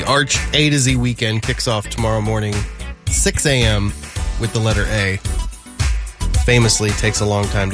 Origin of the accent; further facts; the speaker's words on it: United States; I, as an American